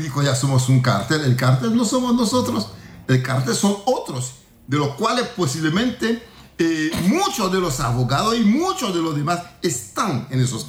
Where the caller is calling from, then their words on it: Honduras; como hondureño